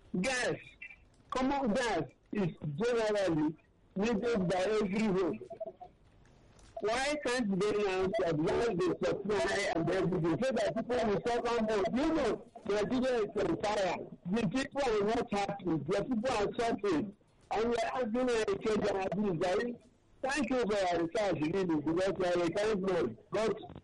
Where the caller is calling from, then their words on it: Lagos, Nigeria; Coming from Lagos.